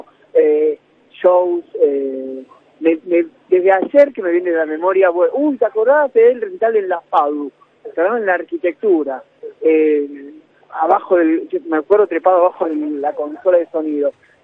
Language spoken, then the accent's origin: Spanish; Buenos Aires, Argentina; De acá de Capital.